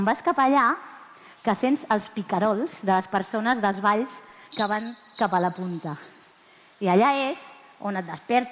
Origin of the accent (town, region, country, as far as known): Sitges, Catalonia, Spain; born there